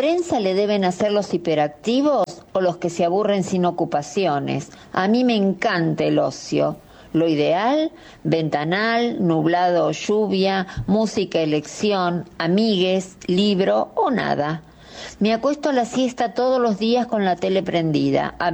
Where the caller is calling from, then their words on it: Buenos Aires, Argentina; de Villaluro.